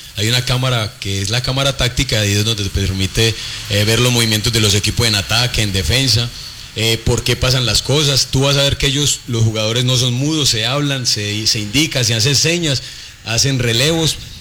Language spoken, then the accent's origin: Spanish; Colombia; Como colombiano les digo que me gustaría que ganáramos 2-0.